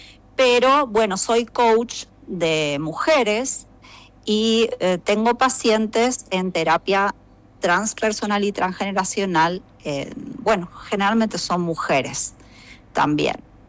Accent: Mendoza, Argentina; moved away as an adult; now in Mexico; por ahora estoy en México, desde el 2019 estoy en México, sí. Pero yo soy mendocina, mi origen es argentino. Entonces, bueno, nos vinimos aquí con mi familia a vivir, a trabajar

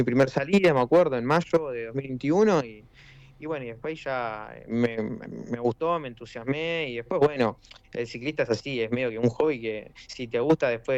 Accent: City Bell, Buenos Aires Province, Argentina; Yo soy de Citibel, arranqué a pedalear después por Citibel

